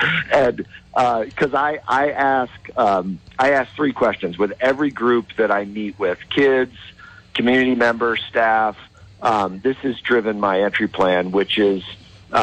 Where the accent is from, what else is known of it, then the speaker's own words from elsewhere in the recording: East Coast, United States; moved away as an adult; now in Rio Rancho, United States; I was born and raised on the East Coast.